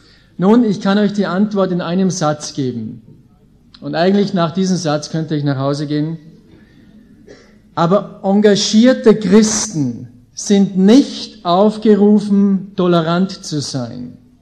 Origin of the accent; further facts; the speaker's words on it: Austria; ich bin eben aus Österreich.